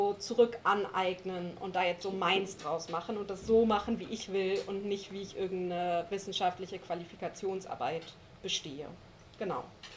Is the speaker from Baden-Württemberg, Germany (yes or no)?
no; Lower Saxony, Germany; born there; Genau, ihr wisst schon, ich bin im Wendland geboren, da ist einfach ein Umfeld, was so sehr widerständig alternativ ist. Ich bin in einer akademisch geprägten Familie aufgewachsen, das war ein sehr unterstützendes Umfeld.